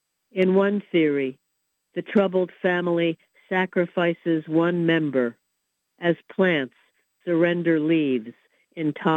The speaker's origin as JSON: {"language": "English", "town": "Philadelphia", "region": "Pennsylvania", "country": "United States", "tie": "born or raised there", "also_born_or_lived": "Cambridge, Massachusetts / Boston", "moved": "as an adult", "lives_now": "Pennsylvania, United States", "said": "I grew up outside of Philadelphia, in suburban Philadelphia"}